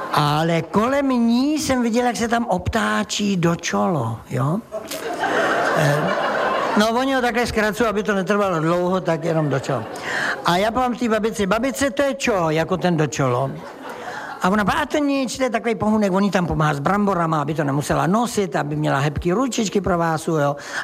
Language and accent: Czech; South Bohemian Region, Czechia; No, maximálně se ukloním, řeknu, promiňte, já jsem blbej Jihočech a pojedu domů.